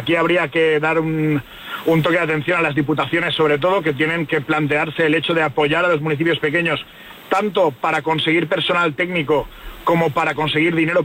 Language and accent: Spanish; Valencia, Valencian Community, Spain; yo, por ejemplo, soy de Valencia y en mi tierra hay muy poquitas empresas que se dediquen a obra forestal